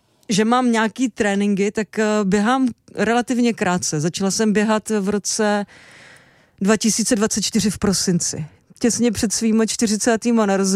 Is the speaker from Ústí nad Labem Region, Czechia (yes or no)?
no; Pardubice, Pardubice Region, Czechia; já jsem z Pardubic, nebo bydlím v Pardubicích.